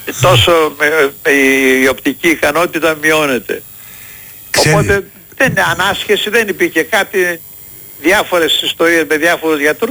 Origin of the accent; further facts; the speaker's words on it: Athens, Attica, Greece; now in Kavala, Greece; Γιατί το σπίτι μου, η οικογένειά μου, η δική μου είναι στην Αθήνα. Είμαι Αθηναίος.